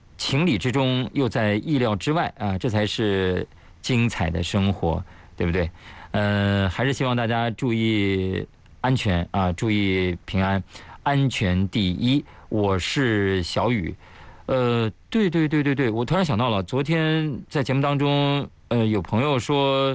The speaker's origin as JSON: {"language": "Chinese", "region": "Shanxi", "country": "China", "said": "因为我是山西人啊"}